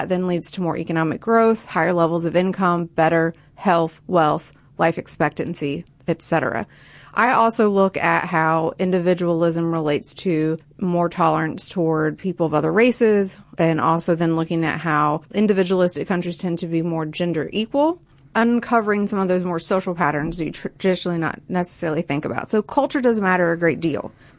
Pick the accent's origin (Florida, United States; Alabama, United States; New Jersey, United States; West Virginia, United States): West Virginia, United States; Gallipolis Ferry; So I grew up in West Virginia, right on the Ohio River, so in a small town called Gaplis Ferry, West Virginia, and, you know, growing up looking at Ohio.